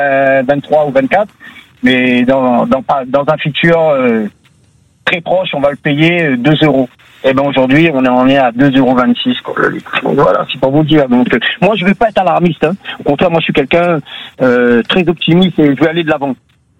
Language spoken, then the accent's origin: French; Réunion, France; now in Canet-en-Roussillon, France; Moi, je viens de l'île de la Réunion. Ça fait pas longtemps que je suis ici. Je suis sur Canet en Roussillon.